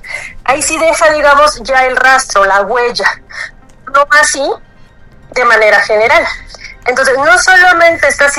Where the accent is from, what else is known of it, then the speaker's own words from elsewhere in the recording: Mexico; nuestro país México